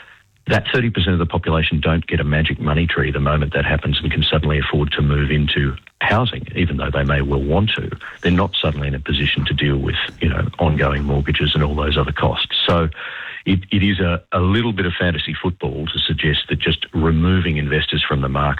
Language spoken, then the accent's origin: English; Melbourne, Victoria, Australia; In my hometown of Melbourne, you get a lot of CFMEU-related tax, if you like, on the cost of producing new apartments, new office towers, et cetera, et cetera.